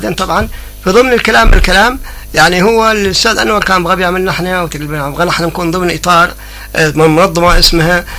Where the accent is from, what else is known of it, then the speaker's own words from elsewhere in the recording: Hadhramaut, Yemen; نأخذ هويتنا أول الذاتية للحضرميين